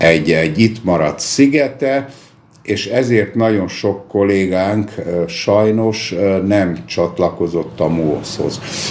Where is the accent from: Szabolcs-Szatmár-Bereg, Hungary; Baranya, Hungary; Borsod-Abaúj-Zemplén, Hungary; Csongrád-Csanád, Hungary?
Baranya, Hungary; Mohács; born there; also born or lived in Moscow, Russia; Mohácson születtem, tehát vegyük úgy, hogy mohácsi, de miután 17 évet éltem Moszkvában, először azt mondták, hogy a mazohista, aztán azt mondták, hogy a moszkvai.